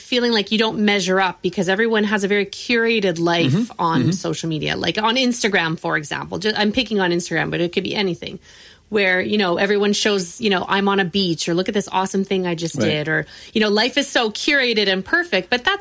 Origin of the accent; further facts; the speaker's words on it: Calgary, Alberta, Canada; moved away as an adult; now in Toronto, Canada; I grew up in Calgary, you know, up until my 20s